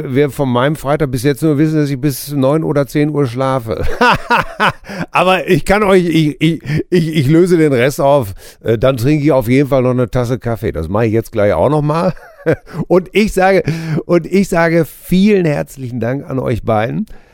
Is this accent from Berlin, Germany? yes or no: no; Hamm, North Rhine-Westphalia, Germany; Ich mache jedes Jahr hier in Hamm, in meinem Heimatort, ein Benefizkonzert für die Charity-Organisation Herzenswünsche.